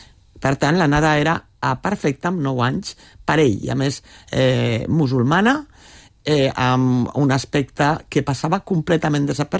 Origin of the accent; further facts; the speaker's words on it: L'Hospitalet de Llobregat, Catalonia, Spain; jo també sóc d'Hospitalet, també del barri de Can Vidalet, vull dir, m'he criat amb... Diguéssim que la meva família també és humil